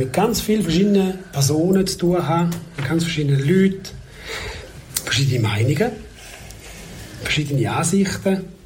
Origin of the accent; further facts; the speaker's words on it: Heiden, Appenzell Ausserrhoden, Switzerland; moved away; Ich bin in Heiden aufgewachsen, bin dann ganz lange weg gewesen, über 20 Jahre, und bin dann wieder zurückgekommen.